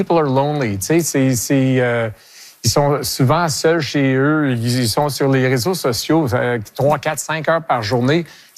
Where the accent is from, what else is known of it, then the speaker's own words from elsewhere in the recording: Quebec, Canada; Écoute, je suis fier québécois. J'ai été né ici. Mes parents ont été nés ici. Mes grands-parents ont été nés ici. J'ai été éduqué en français.